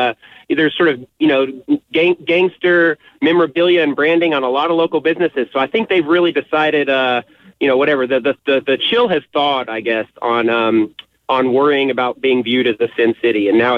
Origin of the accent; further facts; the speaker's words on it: Hot Springs, Arkansas, United States; when I was growing up in Hot Springs, around the 1970s, early 80s